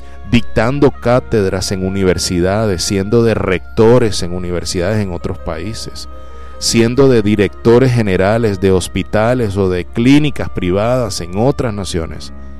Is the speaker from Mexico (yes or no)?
no; Venezuela; Yo sí creo que el Señor está haciendo eso en mi tierra maravillosa, en mi país.